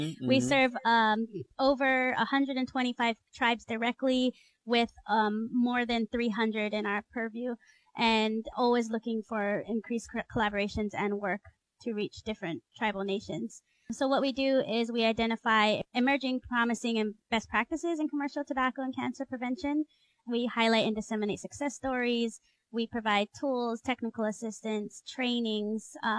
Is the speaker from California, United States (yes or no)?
no; Hawaii, United States; born or raised there